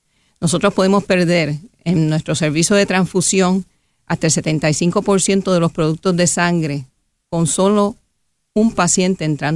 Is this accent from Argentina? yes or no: no; Puerto Rico; nosotros como puertorriqueños, compatriotas y ciudadanos